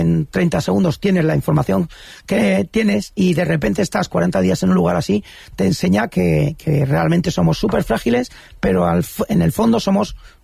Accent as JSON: {"language": "Spanish", "region": "Castile and León", "country": "Spain", "said": "Soy castellano y ahí nos hacemos duros."}